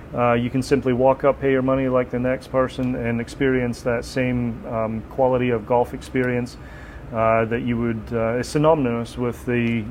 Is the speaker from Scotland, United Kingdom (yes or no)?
yes; Scotland, United Kingdom; moved away as an adult; now in Orlando, United States; growing up in Scotland. You know, I grew up about 30 minutes from St. Andrews.